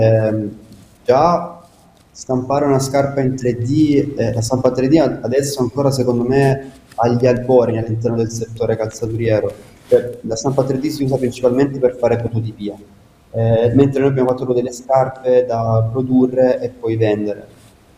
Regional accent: Casarano, Apulia, Italy; born or raised there

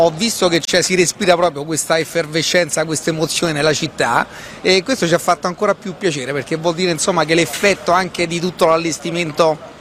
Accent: Taranto, Apulia, Italy; Sono tarantino

